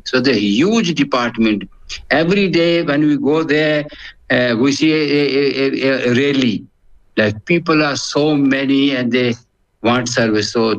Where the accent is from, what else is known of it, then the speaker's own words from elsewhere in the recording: Pakistan; because I'm from Pakistan, so we used to go travel to other areas